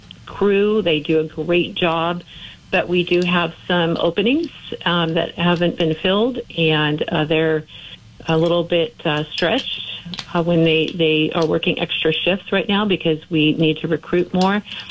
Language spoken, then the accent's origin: English; Simi Valley, California, United States; born there; also born or lived in Northridge; My parents moved the family here from Northridge in 1978